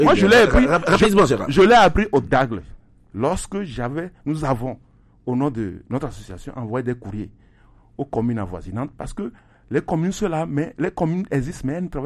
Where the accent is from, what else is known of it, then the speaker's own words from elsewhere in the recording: Lomé, Maritime, Togo; born there; Je suis né dans le Golfe 4 à Lomnava. À l'époque, c'était le 3e arrondissement.